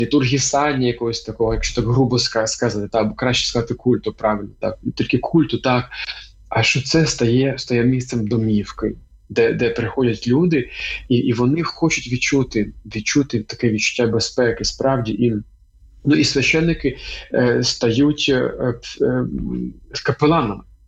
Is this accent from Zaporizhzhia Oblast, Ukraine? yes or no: yes; Melitopol, Zaporizhzhia Oblast, Ukraine; born there; moved away as an adult; він також народився в Мелітополі. І та віці, власне, півтора року ми виїхали з Мелітополя